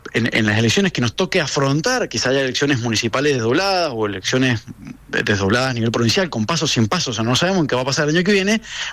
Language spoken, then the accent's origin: Spanish; Guaymallén, Mendoza, Argentina; Porque yo soy de Guaymallén